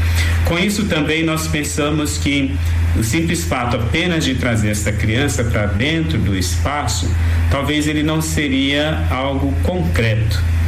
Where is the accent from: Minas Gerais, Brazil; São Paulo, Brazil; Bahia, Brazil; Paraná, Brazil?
São Paulo, Brazil; now in Rio de Janeiro, Brazil; Ele disse que eu sou de São Paulo, e tem hora que eu falo sinal ou semáforo, né?